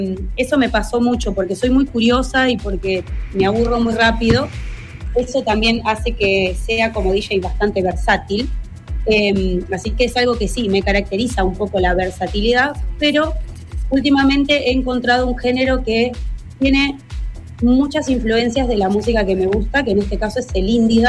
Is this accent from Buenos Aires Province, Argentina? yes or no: yes; La Plata, Buenos Aires Province, Argentina; soy platense y soy rockera también